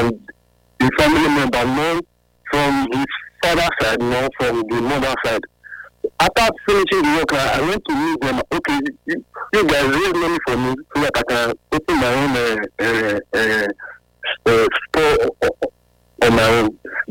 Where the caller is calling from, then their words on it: Okada, Edo, Nigeria; I'm calling from Edo State, Okada.